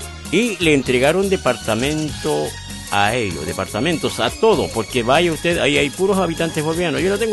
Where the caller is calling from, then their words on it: Chile; nosotros, siendo habitantes chilenos